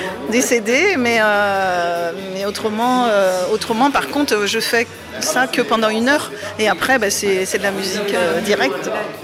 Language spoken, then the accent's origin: French; Saint-Nazaire, Pays de la Loire, France; born there; now in Clisson, France; je suis née à Saint-Nazaire, mais je suis à Clisson depuis très longtemps. Qui est une ville super jolie.